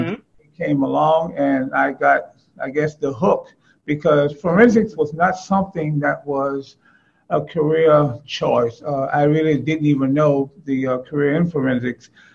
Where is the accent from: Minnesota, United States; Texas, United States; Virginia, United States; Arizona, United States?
Texas, United States; Port Arthur; I'm from originally from Port Arthur, Texas, which is more or less oil refinery area.